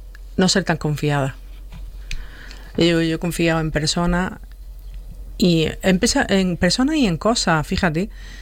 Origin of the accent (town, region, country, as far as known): Huércal de Almería, Andalusia, Spain; born or raised there